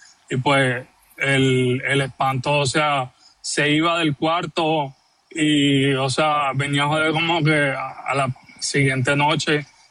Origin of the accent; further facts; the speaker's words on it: Barranquilla, Atlántico, Colombia; Yo soy de Barranquilla. Mi abuelo tiene una casa en el barrio Los Andes